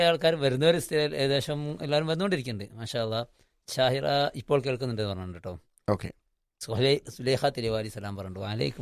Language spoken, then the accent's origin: Malayalam; Thamarassery, Kerala, India; താമരശ്ശേരി, എന്റെ നാട്ടുകാരി